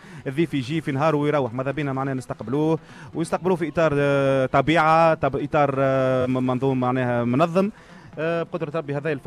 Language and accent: Arabic; Testour, Béja, Tunisia; نحن تساتريه رانا معناها ناس معناها كرماء، وانا تونسي